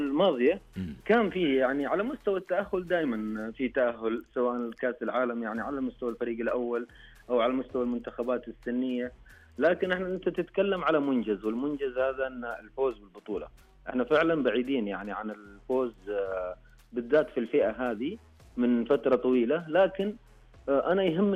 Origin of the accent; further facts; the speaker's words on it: Saudi Arabia; احنا اكيد كسعوديين